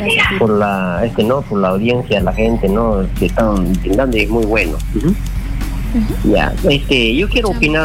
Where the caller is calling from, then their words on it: Satipo, Junín, Peru; soy de la Selva Central, Satipo.